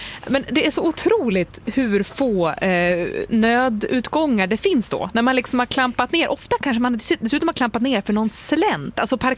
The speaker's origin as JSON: {"language": "Swedish", "country": "Sweden", "said": "vi är fortfarande svenskar"}